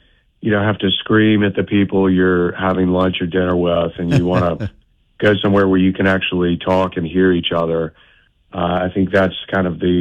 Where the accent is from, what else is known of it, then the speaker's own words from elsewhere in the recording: Birmingham, Alabama, United States; I was born and raised in Birmingham, loved the city, always fascinated by the city.